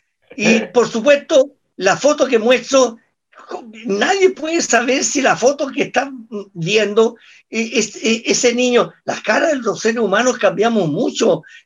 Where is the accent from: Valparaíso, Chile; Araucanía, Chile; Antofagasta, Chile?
Valparaíso, Chile; born there; Spanish is a second language; also born or lived in Rome, Italy